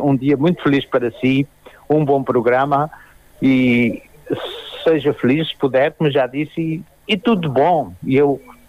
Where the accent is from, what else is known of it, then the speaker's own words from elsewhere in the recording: Vila Nova de Poiares, Centro, Portugal; moved away; para a Vila Nova de Poiares, para a minha família, de onde sou oriundo.